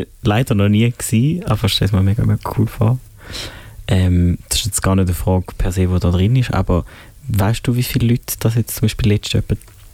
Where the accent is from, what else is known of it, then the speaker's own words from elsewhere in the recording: Eastern Switzerland, Switzerland; ich komme aus der Ostschweiz